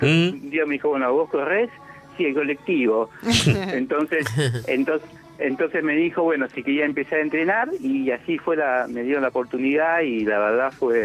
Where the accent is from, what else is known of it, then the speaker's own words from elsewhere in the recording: Buenos Aires, Argentina; Villa Ortúzar.